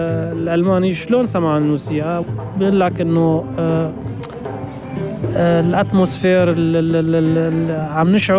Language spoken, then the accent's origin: Arabic; Aleppo, Aleppo Governorate, Syria; now in Berlin, Germany; نحن عندنا بحلب نحن كمان من حلب